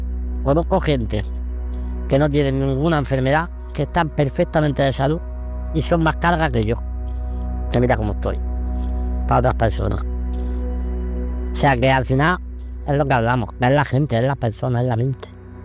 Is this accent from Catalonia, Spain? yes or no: no; Almería, Andalusia, Spain; Yo por donde voy digo que soy almeriense, y yo con orgullo.